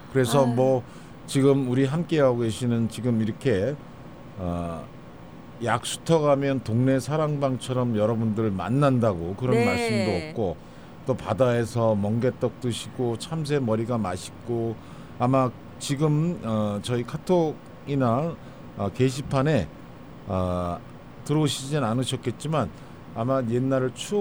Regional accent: Seoul, South Korea; 저는 뭐 서울 토박이이지만

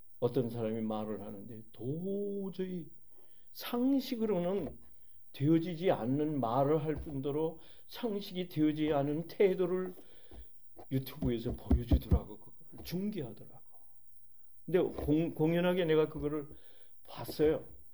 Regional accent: South Korea; now in United States; 내 가족이 물론 한국에 있습니다만은 그래서가 아니에요. 내 고향이고 예? 모태의 나라 아니에요.

